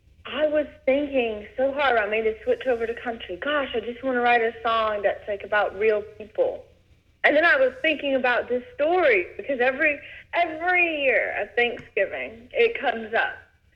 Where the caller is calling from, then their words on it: Montgomery, Texas, United States; I'm calling from Montgomery, Texas.